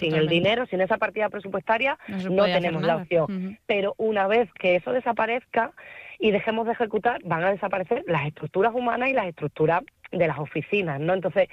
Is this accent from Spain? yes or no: yes; Extremadura, Spain; Yo soy extremeña, trabajo en Extremadura y gran parte de mis compañeros y compañeras también.